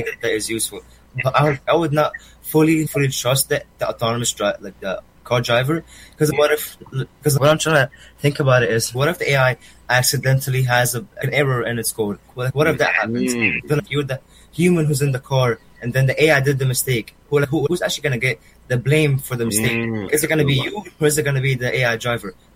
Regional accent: Egypt; English is a second language; I would 100% consider going back to Egypt, because Egypt is practically in my home country. Like, I lived there most of my life. I spoke the language there, which is Arabic, by the way.

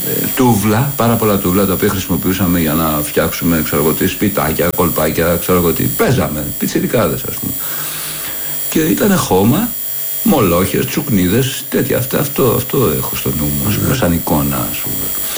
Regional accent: Piraeus, Attica, Greece; also born or lived in Kastella, Piraeus; Εγώ μεγάλωσα στην Καστέλα μέχρι 3 χρονών και μετά πήγαμε στα Καμίνια, στον Πειραιά. Λαϊκή οικογένεια.

